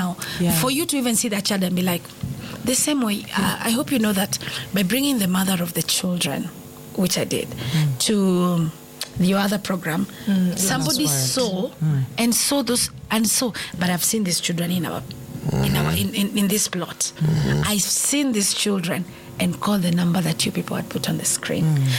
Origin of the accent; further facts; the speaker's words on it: Nairobi, Kenya; I grew up in Nairobi. I was born here, grew up here. We were living in Pangani.